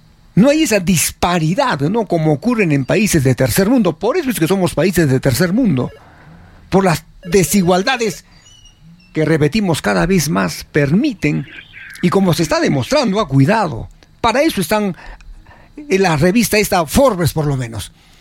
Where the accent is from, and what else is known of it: Peru